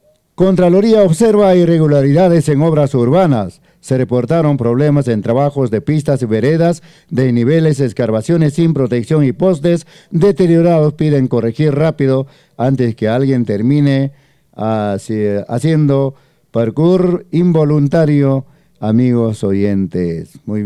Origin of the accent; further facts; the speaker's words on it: Huaraz, Ancash, Peru; Nos sentimos orgullosos nosotros porque somos capitalinos. Capital de la región Ancash, la ciudad noble y generosa Huaraz